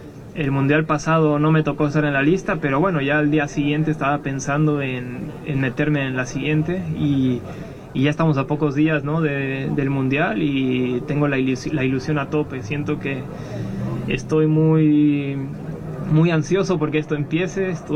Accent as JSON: {"language": "Spanish", "country": "Mexico", "said": "A ver, somos mexicanos, somos familia, y yo quiero lo mejor para él."}